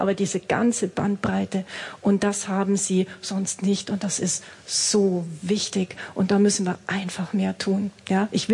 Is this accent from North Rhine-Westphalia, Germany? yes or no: no; Bavaria, Germany; moved away; Und ich komme übrigens auch aus dem Süden. Wir sind nämlich vor 13 Jahren aus Bayern hergezogen.